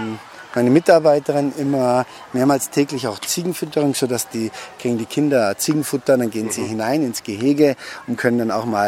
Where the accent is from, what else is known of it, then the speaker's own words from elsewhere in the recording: Tüßling, Bavaria, Germany; also born or lived in Marktl am Inn; Ich komme aus Tüßling, das ist bei Altötting.